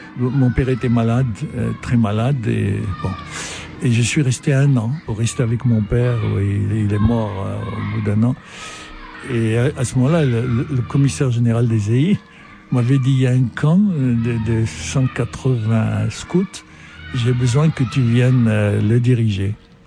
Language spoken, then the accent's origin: French; Casablanca, Casablanca-Settat, Morocco; Oui, je venais, bon, j'avais du Maroc, j'avais mon milieu au Maroc.